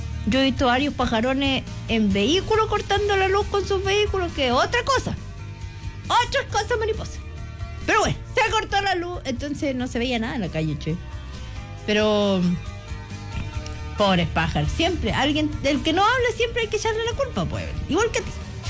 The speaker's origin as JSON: {"language": "Spanish", "region": "Valparaíso", "country": "Chile", "said": "Se olvidan que yo vengo de Valparaíso."}